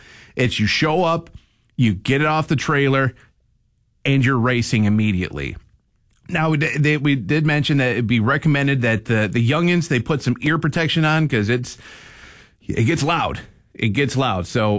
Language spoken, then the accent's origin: English; Taylor, Michigan, United States; I grew up in the Downriver area and in Taylor.